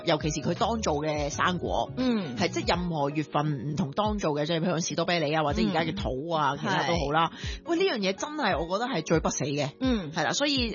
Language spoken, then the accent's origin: Cantonese; Hong Kong; 我哋香港人